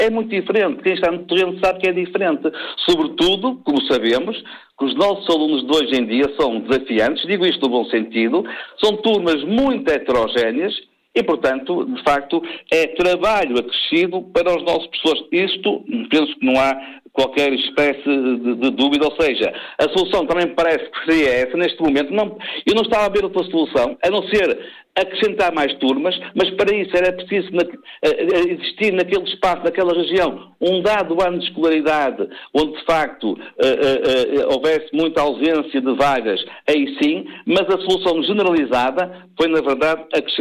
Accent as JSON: {"language": "Portuguese", "region": "North", "country": "Portugal", "said": "no meu caso, sou do Norte"}